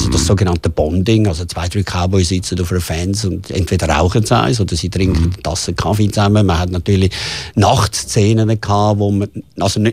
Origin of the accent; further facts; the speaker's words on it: Switzerland; Ich habe immer gesagt, also wir als Schweizer, wir leben mit einer Eigenverantwortung oder sind aufgewachsen mit einer Eigenverantwortung.